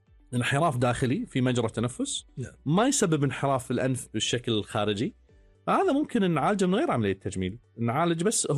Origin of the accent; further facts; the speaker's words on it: Kuwait; عندنا بالكويت